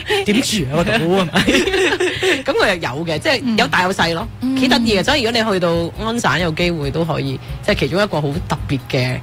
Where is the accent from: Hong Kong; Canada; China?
Canada; 我哋作为加拿大人